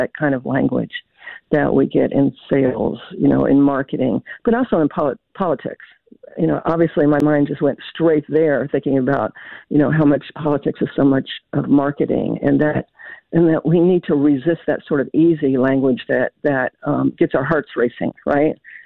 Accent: Kentucky, United States; also born or lived in Appalachia; now in Louisville, United States; I'm from Kentucky. I have those roots, rural roots, but I've lived in the city for, you know, the last three decades.

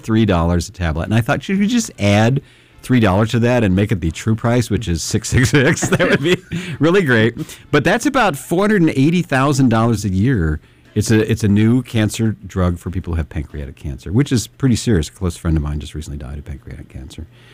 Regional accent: Ohio, United States; born there; I was born in Ohio.

